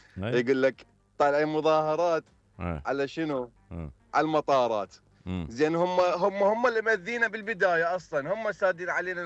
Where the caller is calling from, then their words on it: Baghdad, Baghdad Governorate, Iraq; من بغداد.